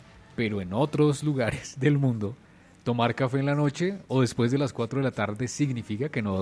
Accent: Colombia; nosotros como colombianos

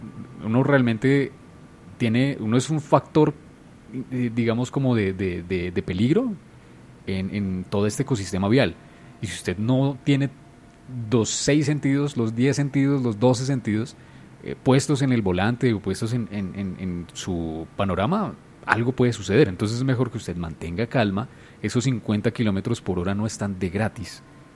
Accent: Bogotá, Bogotá Capital District, Colombia; Nosotros como bogotanos deberíamos también bajarle a eso.

